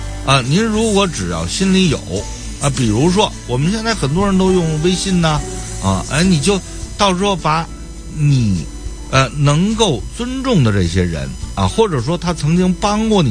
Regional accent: Beijing, China; 再有呢，咱们勿留绰，就咱们北京人说的，你别出声，吧唧嘴

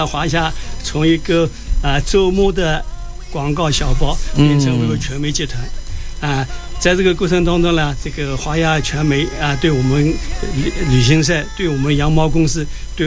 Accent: Yangzhong, Jiangsu, China; moved away; 我们扬中

